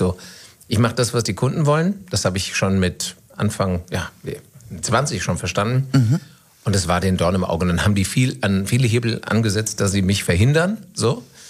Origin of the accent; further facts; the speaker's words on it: Bad Homburg, Hesse, Germany; also born or lived in Hanau / Bad Vilbel / Frankfurt; Ich bin in Hanau geboren, aber wirklich auch nur geboren und aufgewachsen in Bad Homburg und Bad Vilbel.